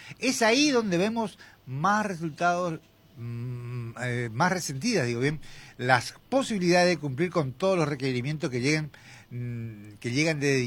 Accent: Argentina

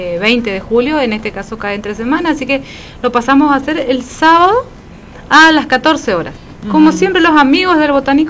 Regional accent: Argentina; como buen argentino estresado por el partido de ayer

